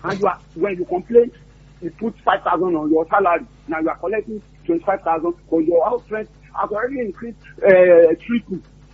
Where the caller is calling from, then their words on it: Oyo, Nigeria; from Oliyole.